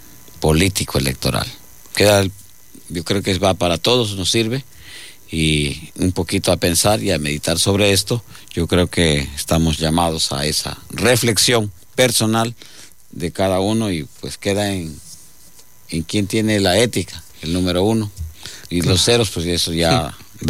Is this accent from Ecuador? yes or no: yes; Alamor, Loja, Ecuador; un tema titulado … un joven artista alamoreño de mi cantón.